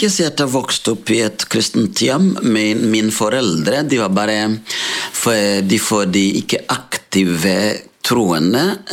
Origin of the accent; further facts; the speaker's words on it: Burundi; Norwegian is a second language; moved away as an adult; now in Molde, Norway; jeg kommer opprinnelig fra Burundi